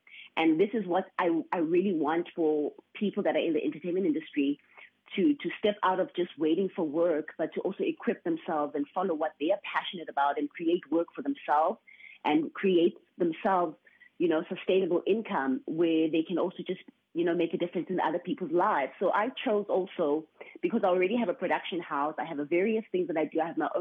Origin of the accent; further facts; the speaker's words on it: Durban, KwaZulu-Natal, South Africa; So I grew up, I was born in Durban, firstly. My mom had me in Durban and I was raised in a church, the same church that my mom was buried at. And we really lived, it's like the rural areas. I come from the rural background.